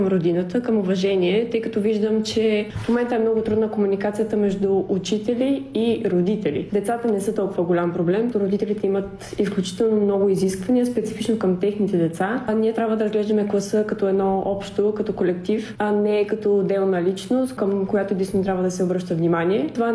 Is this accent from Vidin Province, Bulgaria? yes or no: no; Pleven, Pleven Province, Bulgaria; от Плевен съм.